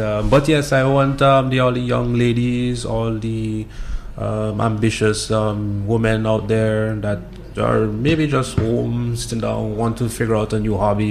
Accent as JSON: {"language": "English", "region": "Grenadines", "country": "St. Vincent & Grenadines", "tie": "born or raised there", "moved": "yes", "lives_now": "Dominica", "said": "Yeah, that's where I'm from. That's where I reborn and raised. So I've been growing up there all my life"}